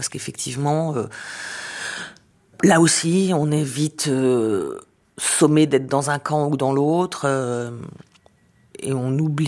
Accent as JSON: {"language": "French", "country": "Israel", "tie": "born or raised there"}